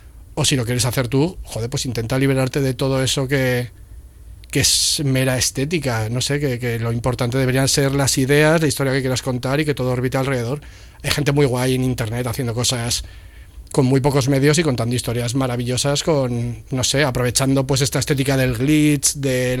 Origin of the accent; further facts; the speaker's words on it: Logroño, La Rioja, Spain; moved away as an adult; now in Madrid, Spain; Él y yo somos de Logroño, en tercero de primaria nos pusieron juntos y desde ahí pues hemos estado siempre muy, muy juntos. O sea, en plan, estudiamos el bachillerato artístico, vinimos a Madrid a estudiar diseño gráfico